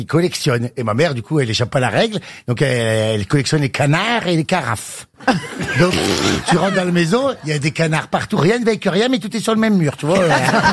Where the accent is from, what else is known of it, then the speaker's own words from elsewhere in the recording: Beaufort, Hauts-de-France, France; Mes parents habitent à Beaufort.